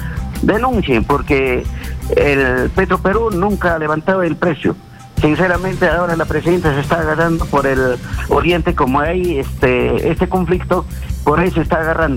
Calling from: Apurímac, Peru; desde Apurímac.

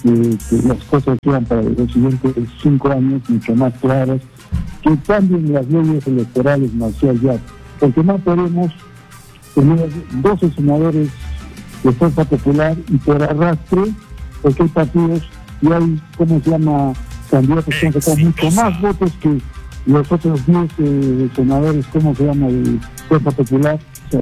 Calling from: Peru; yo como peruano, como equipeño

